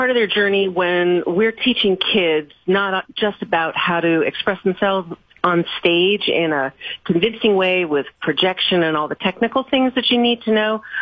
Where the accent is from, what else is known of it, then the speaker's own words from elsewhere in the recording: New York, United States; Plus, I'm from New York. So I really, you know, I'm magnetized to that type of area and those stories